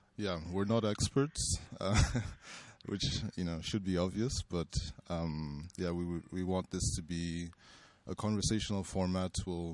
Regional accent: Bamenda, Northwest Region, Cameroon; I'm originally from Bamenda, Cameroon

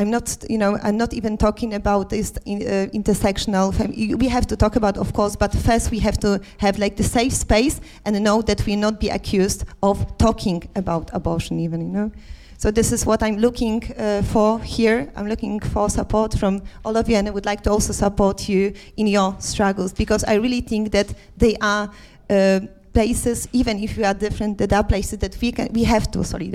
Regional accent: Poznań, Greater Poland, Poland; English is a second language; I'm from Poznań, and I'm a deputy director of the Municipal Gallery.

